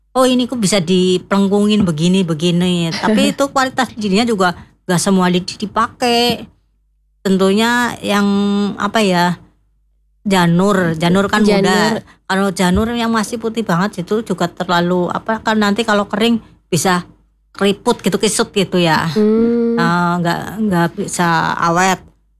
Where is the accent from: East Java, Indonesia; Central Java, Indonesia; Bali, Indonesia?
Central Java, Indonesia; Banyumas; Saya dari Desa Singasari, RT1 RW9, Kecamatan Karangluas, Kabupatennya Banyumas, Jawa Tengah.